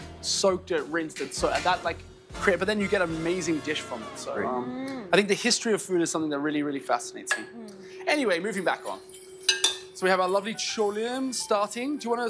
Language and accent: English; Australia; I come from Australia, and in Australia, we're quite a young country.